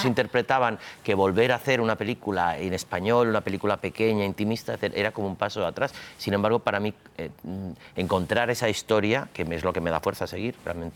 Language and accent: Spanish; Chile; born there; moved away; Yo nací en Chile y me libré del golpe de Estado porque mi madre, que es española y que ella vivió la guerra civil, mi madre tiene ahora 95 años, ella decidió salir del país 15 días antes del golpe de Estado.